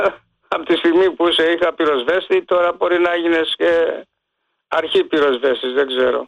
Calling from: Piraeus, Attica, Greece; είμαι από Πειραιά.

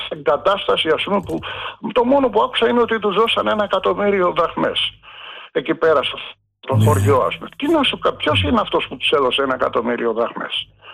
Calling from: Central Greece, Greece; από την Εύβοια σε περνώ.

